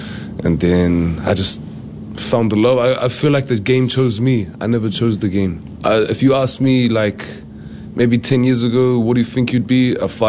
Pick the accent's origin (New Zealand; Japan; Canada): New Zealand; and I grew up here in New Zealand.